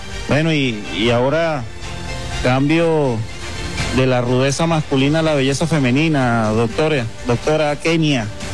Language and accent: Spanish; Mérida, Venezuela